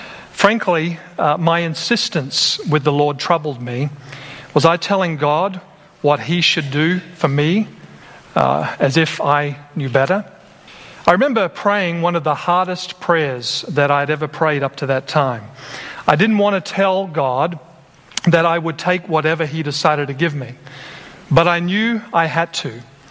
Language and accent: English; Australia; now in United States; And I'm a guy from Australia. I'm here in America, and I'm thinking, well, maybe this is just a cultural thing.